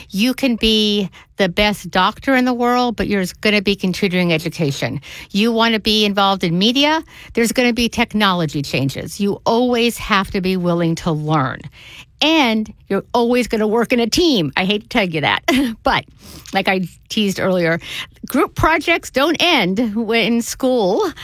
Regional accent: Tulsa, Oklahoma, United States; I tease that I grew up in Tulsa, Oklahoma, and we would go on family vacations driving.

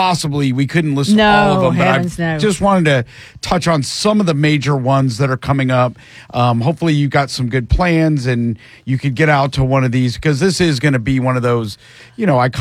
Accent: Marietta, Georgia, United States; I grew up in Marietta, and that square is just feels so America.

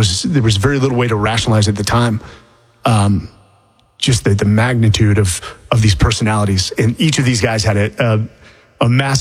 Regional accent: California, United States; you know, I grew up in the Bay Area.

